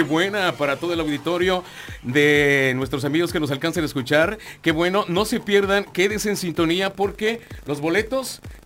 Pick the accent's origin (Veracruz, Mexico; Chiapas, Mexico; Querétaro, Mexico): Chiapas, Mexico; Comitán de Domínguez; Soy de la ciudad de Comitán de Domínguez.